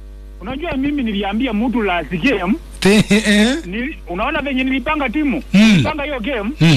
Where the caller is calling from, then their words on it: Njoro, Nakuru County, Kenya; Sasa ukiongea na mimi nikiwa hapa Njoro site.